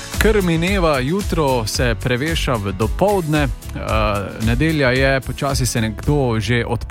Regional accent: Rogatec, Savinja, Slovenia; ko sem še bil otrok

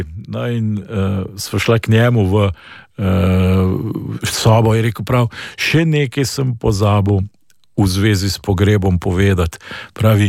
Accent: Lower Carniola, Slovenia; jaz prihajam z Dolenske

